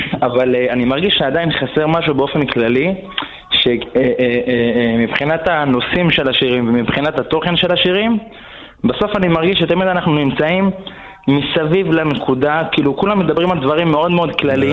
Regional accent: Bnei Brak, Tel Aviv District, Israel

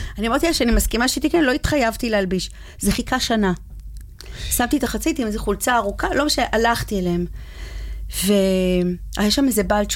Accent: Ramat Gan, Tel Aviv District, Israel; אני דווקא מרמת גן קודם, אני מרמת גן

